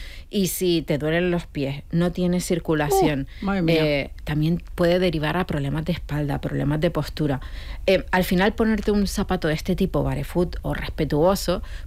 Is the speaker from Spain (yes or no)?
yes; Las Palmas, Canary Islands, Spain; moved away; Y, claro, llevo 27 años ya aquí, ¿sabes? Voy a Las Palmas y me dicen que tengo acento peninsular.